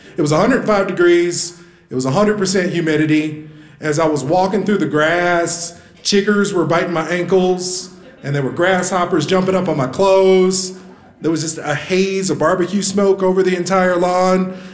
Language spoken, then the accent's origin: English; Kansas City, Kansas, United States; I said, I'm from Kansas City, Kansas.